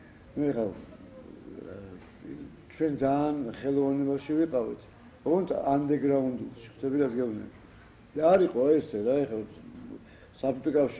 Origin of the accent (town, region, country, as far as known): Tbilisi, Georgia; born there; moved away as an adult; also born or lived in Moscow